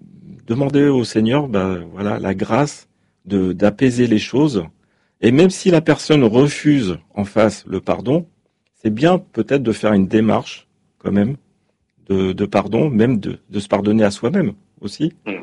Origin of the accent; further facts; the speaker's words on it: Brittany, France; Hein, je suis breton.